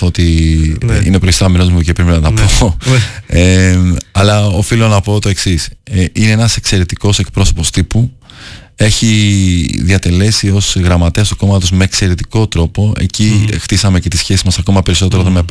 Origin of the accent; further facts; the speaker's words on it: Athens, Attica, Greece; Μεγαλώσαμε στην Αθήνα. Αγαπάω πάρα πολύ τον τόπο μου στην Καβάλα.